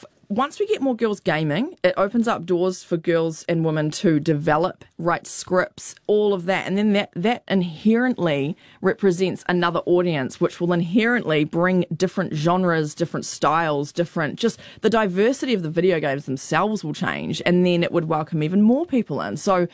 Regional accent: New Zealand

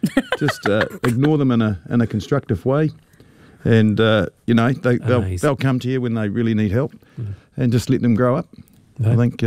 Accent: New Zealand

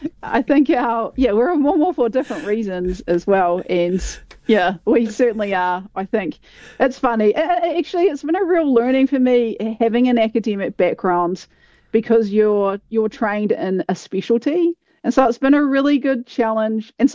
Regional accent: Mossburn, Southland, New Zealand; also born or lived in Milton, Otago; So I grew up in rural Southland in a place called Mossburn on the way to, which is the gateway to Fiordland.

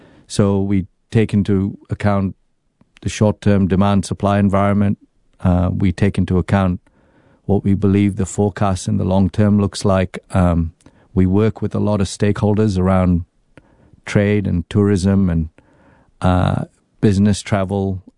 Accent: New Zealand; I say I'm from New Zealand

